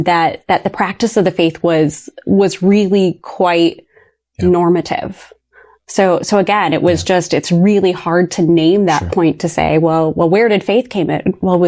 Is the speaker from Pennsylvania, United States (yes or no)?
no; Ohio, United States; So I grew up in a very rural part of Ohio. And my family, we were churchgoers. My grandfather on my dad's side was a Baptist minister who started three congregations.